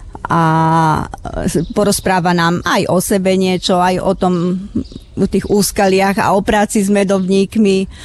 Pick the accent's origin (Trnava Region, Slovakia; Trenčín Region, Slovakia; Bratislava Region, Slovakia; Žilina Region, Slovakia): Trnava Region, Slovakia; ja som zo Záhoria